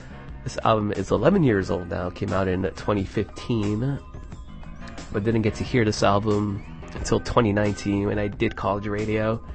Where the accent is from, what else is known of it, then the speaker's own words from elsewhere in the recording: New Jersey, United States; my hometown. In North Jersey